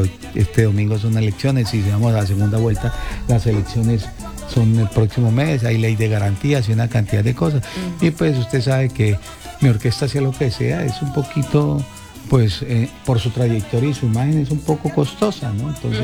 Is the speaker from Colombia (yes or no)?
yes; Huila, Colombia; moved away as an adult; also born or lived in Bogotá; now in United States; esa tierra que le vio crecer y que le vio nacer y que en ella he pasado toda mi vida